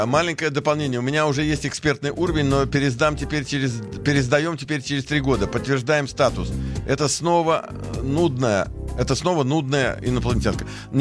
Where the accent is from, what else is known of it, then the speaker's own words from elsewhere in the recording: Kerch, Crimea, Ukraine; Я рос в Керчи, в Крыму, и часто в малых городах